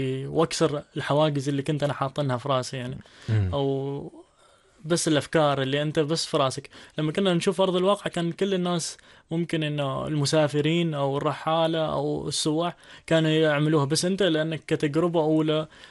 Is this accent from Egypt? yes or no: no; Oman; إحنا كعمانيين